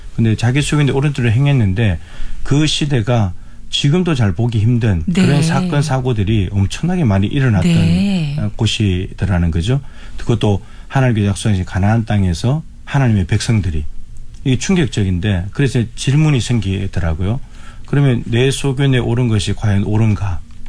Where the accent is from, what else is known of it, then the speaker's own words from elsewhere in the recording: Suncheon, South Jeolla, South Korea; 저는 전라남도 순천에서 왔고요.